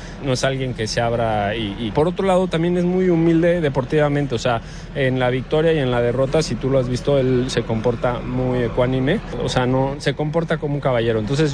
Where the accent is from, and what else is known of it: Mexico